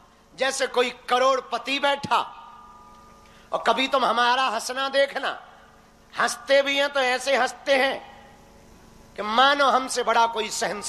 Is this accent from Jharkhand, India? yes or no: no; Madhya Pradesh, India; जिस गांव में हमारा जन्म हुआ, जिस गांव में यहां पर बाबागिरी हम कर रहे, इसी गांव में हमने भीख मांगी, इसी गांव में घर घर हमने आटा मांगा